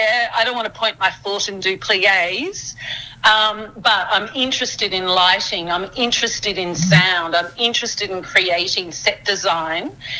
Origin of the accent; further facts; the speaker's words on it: Murwillumbah, New South Wales, Australia; also born or lived in southeast Queensland; now in Sydney, Australia; I'm Cubby Cubby, but that's southeast Queensland. But I grew up in Mwilumbah, so I grew up on Bundjalung Minjimbul country. I've lived in Sydney for almost 40 years now